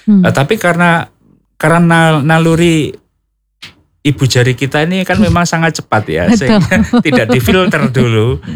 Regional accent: Rembang, Central Java, Indonesia; tapi saya orang Rembang

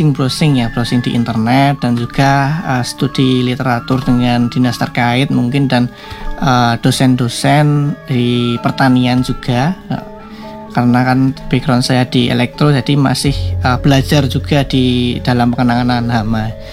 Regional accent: Indonesia; di desa saya, di Desa Mugel

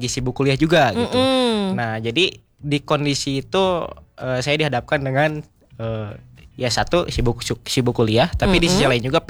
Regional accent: Garut, West Java, Indonesia; born there; SMA dulu dari SMA IT Darul Amin di Garut, pesantren.

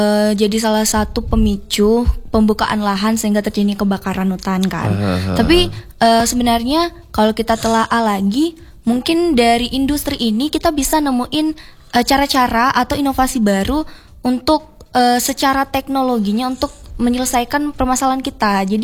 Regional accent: Sibolga, North Sumatra, Indonesia; moved away as an adult; now in South Sumatra, Indonesia; aku tuh dari Sibolga, Sumatera Utara tepatnya.

